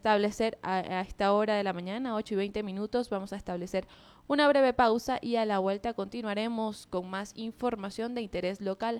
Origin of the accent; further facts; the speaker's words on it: Venezuela; como venezolanos nos identificamos